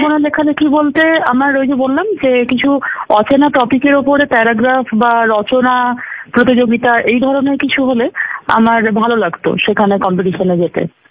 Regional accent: Asansol, West Bengal, India; also born or lived in Malda; অনেকটাই আমি আসানসোলে বড় হয়েছি, আমার এখানে জন্ম এবং এখানে বড় হওয়া। কিন্তু তারপরে পড়াশোনার জন্য আমাকে উত্তরবঙ্গে যেতে হয়, মালদায় বহুদিন ছিলাম

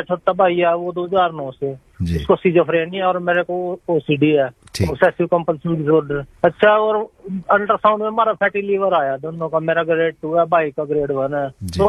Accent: Khukhni, Haryana, India; हरियाणा से बोल रहा हूँ मैं। मेरा गांव खुखनिया डिस्ट्रिक्ट करनाल है जी।

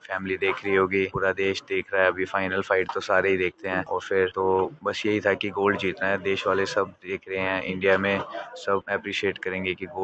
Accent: Delhi, India

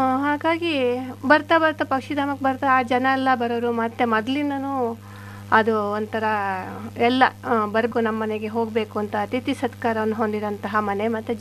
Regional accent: Uluve, Karnataka, India; ನಾನು ಮೂಲತಃ ಶೃಂಗೇರಿ ತಾಲೂಕಿನ ಉಳುವೆ ಎಂಬ ಊರಿನವಳು. ನನ್ನ ಬಾಲ್ಯ ಎಲ್ಲ ಅಲ್ಲೇ ಕಳೆದಿದ್ದು.

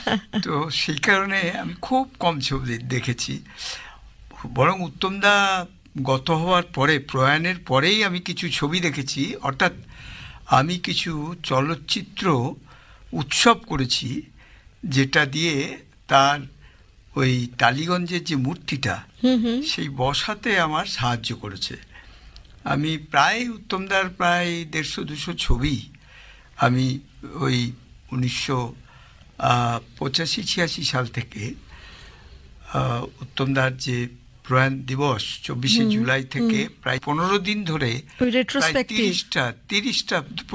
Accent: Baharampur, West Bengal, India; আমরাই ছোটবেলায় আমি তো বহরমপুরে থাকতাম, সেখানে কোনো লাইব্রেরির সাহায্যকল্

